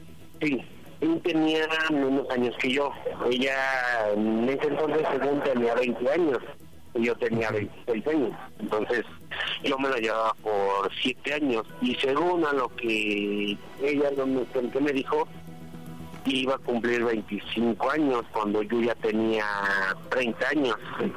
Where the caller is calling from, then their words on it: Mexico City, Mexico; 33 años, de la Ciudad de México.